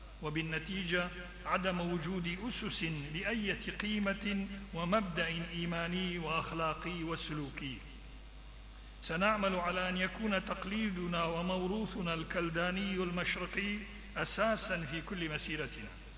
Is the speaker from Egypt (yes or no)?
no; Iraq; قوة كنيستنا الكلدانية هي بقوة الكنائس الشقيقة الأخرى، وخاصة في الشرق وفي بلدنا العراق